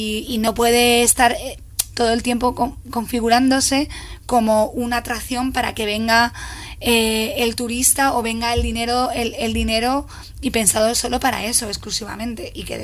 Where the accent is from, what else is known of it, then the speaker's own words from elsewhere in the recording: Madrid, Community of Madrid, Spain; yo soy de Lavapiés, mi abuela migró de Jaén a Lavapiés, mi madre nació en una corrala y soy muy feliz en mi barrio